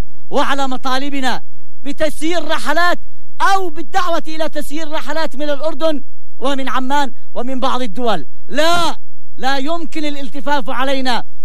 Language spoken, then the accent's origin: Arabic; Yemen; عندنا في اليمن